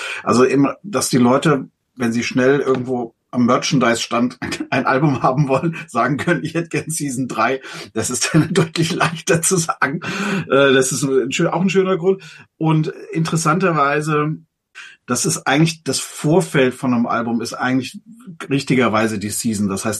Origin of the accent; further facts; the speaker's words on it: Frankfurt, Hesse, Germany; hab diverse Bands hier im Frankfurter Raum, wo ich herkomme und jetzt auch wieder bin, hier in der Frankfurter Szene